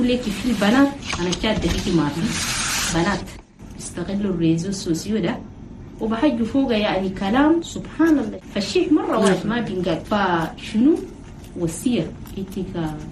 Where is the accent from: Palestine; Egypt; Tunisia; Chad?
Chad; الشجرة الظليلة بلدنا تشاد لكن اليوم المجتمع التشادي يتفكك